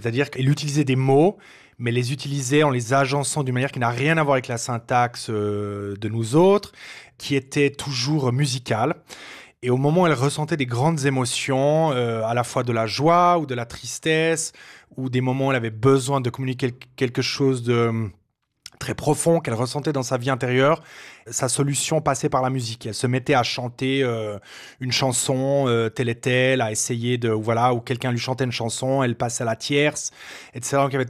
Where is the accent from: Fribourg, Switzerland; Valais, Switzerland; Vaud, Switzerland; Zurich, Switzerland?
Fribourg, Switzerland; vous avez dit avant que j'ai grandi à Fribourg. Alors, ce qu'il faut savoir, c'est qu'à Fribourg, on ne parle pas très, très bien.